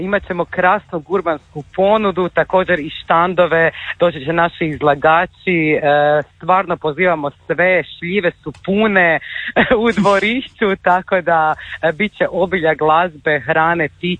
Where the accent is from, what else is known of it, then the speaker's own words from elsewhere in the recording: Desinić, Krapina-Zagorje County, Croatia; Dolazim iz Desinića.